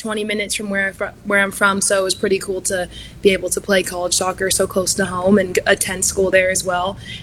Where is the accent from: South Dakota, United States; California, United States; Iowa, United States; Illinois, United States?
California, United States; Redwood City; moved away; I'm from the Bay Area in California, Redwood City, California, and I went to Stanford University and played college soccer there, which is only about like 20 minutes from where I'm from